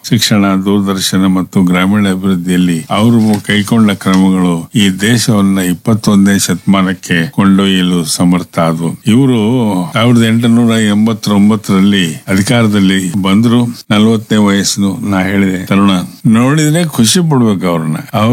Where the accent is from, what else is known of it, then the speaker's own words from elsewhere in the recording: Gadag, Karnataka, India; ನಾವು ಗದಗಿನವರು